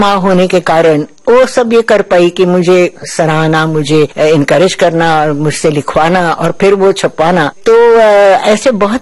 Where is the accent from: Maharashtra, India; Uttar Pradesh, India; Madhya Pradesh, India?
Maharashtra, India; Pune; पुणे आ गई, और नाना के पास, मतलब अपने पिता के पास, मेरे नाना अप्पा नाम कहते थे, और तब से मैं उनकी छत्र छाया में पली बड़ी।